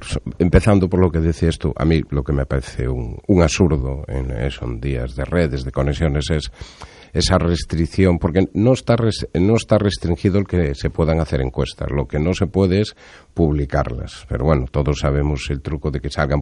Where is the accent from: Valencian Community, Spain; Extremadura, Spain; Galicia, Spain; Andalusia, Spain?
Galicia, Spain; no, para la más importante somos los gallegos